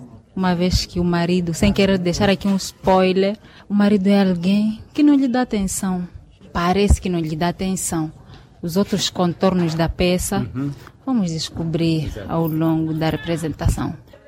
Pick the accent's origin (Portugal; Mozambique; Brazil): Mozambique; Nampula; Somos de Nampula.